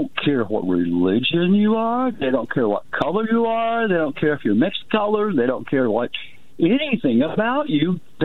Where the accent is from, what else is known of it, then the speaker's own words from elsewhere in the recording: Oklahoma, United States; born there; So I was born in the Ozarks